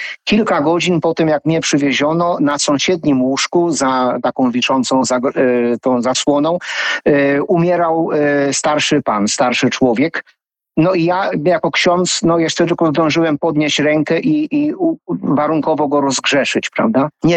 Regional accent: Złotów, Greater Poland Voivodeship, Poland; moved away

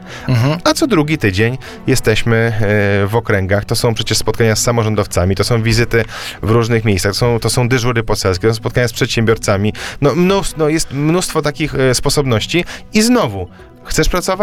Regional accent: Mińsk Mazowiecki, Masovian Voivodeship, Poland; Ja sam zresztą pochodzę z Mińska Mazowieckiego, byłem samorządowcem w powiecie mińskim, jestem patriotą powiatu mińskiego.

